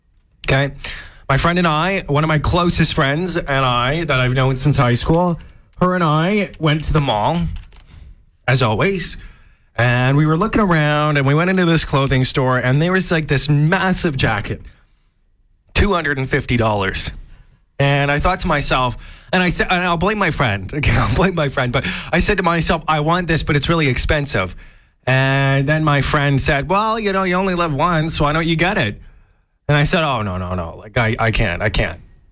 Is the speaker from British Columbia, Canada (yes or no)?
no; Alberta, Canada; now in Yellowknife, Canada; I grew up in Southern Alberta, been to the mall in Calgary thousands of times.